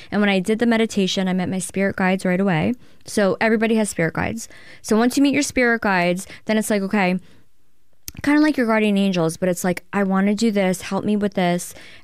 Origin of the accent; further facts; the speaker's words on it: New York, United States; I grew up in the Hudson Valley. So the Hudson Valley is known for aliens and UFOs.